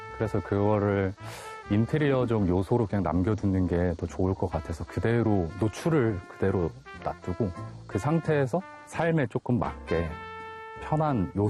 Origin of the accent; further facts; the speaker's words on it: Seoul, South Korea; also born or lived in Suncheon; 아, 나는 서울 사람이다 뭐 그렇게 이제 살아왔는데 네, 등본을 보고 순천 출생이었다를 알게 됐습니다.